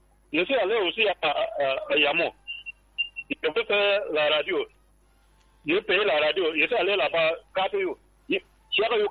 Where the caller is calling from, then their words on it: Cameroon; Je suis à Mangué.